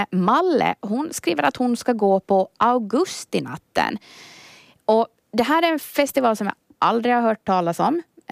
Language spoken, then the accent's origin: Swedish; Karis, Uusimaa, Finland; now in Ytterby, Finland; Nu är ju inte Ekenäs min hemort. Det är Ytterby som är min hemort idag. Men jag är ju faktiskt född och uppvuxen i Karis.